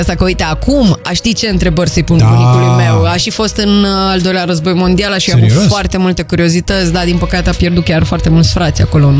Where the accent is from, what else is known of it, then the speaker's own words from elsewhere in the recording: Brașov, Brașov County, Romania; now in Bucharest, Romania; cum am venit eu de la Brașov, de exemplu, aici